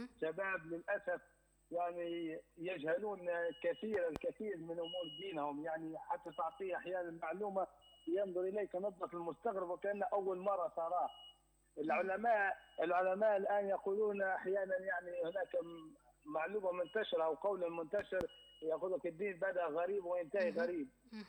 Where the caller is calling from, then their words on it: Libya; يعم السلام على بلادنا ليبيا الحبيبة